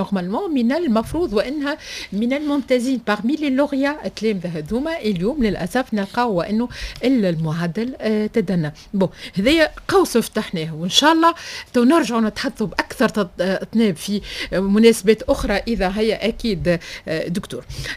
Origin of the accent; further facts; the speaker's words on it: Tunisia; المستوى التعليمي اللي عندنا في تونس،